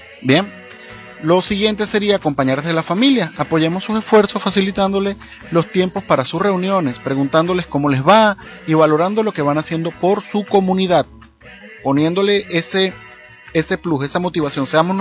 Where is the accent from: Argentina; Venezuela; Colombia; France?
Venezuela; Maturín, Monagas; now in Zulia, Venezuela; desde Maturín, Estado Monagas, bueno, desde el Zulia, realmente yo soy de Maturín, Estado Monagas, un oriental aquí trabajando